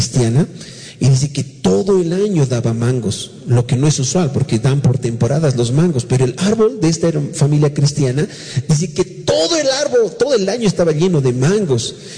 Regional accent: Venezuela; moved away; Así que por eso salimos de Venezuela.

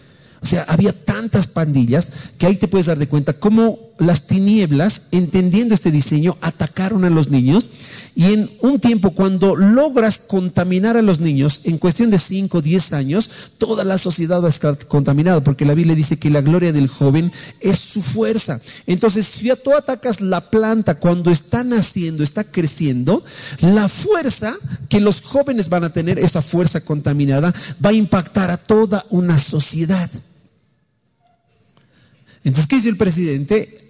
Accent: Bolivia; Si somos los mismos bolivianos

